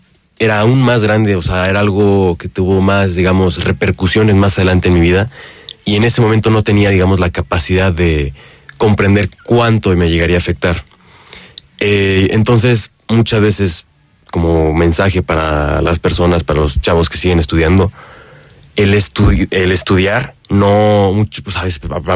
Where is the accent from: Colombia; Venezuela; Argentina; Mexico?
Mexico; somos de México y estamos apoyando